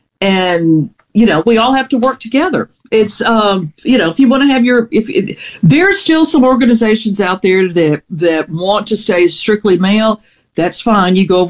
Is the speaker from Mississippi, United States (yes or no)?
yes; Mississippi, United States; also born or lived in Greenville, Mississippi; I grew up on Highway 1, and then I ended up back at the intersection almost of 1 and 8